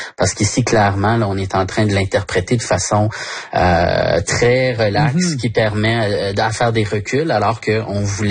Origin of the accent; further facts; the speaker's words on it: Ontario, Canada; moi, je suis un franco-ontarien. J'habite en milieu minoritaire depuis toujours.